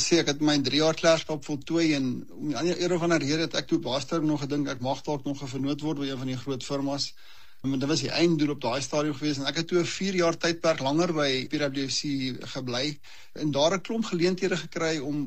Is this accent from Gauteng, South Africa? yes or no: no; Bethal, Mpumalanga, South Africa; Ek het byna vandag my matriek gemaak by die Hoërskool Hooggenoot, ook op Bethal.